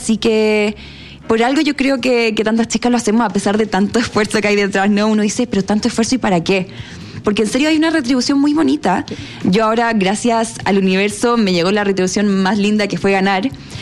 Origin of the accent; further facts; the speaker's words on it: Viña del Mar, Valparaíso, Chile; moved away as an adult; now in Santiago, Chile; Yo soy de Viña, pero me vine acá a estudiar en la universidad hace varios años y estoy viviendo aquí.